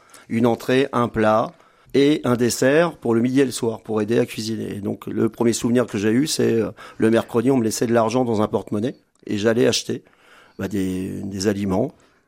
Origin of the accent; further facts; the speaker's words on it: Mer, Centre-Val de Loire, France; parce que je suis donc originaire de Mer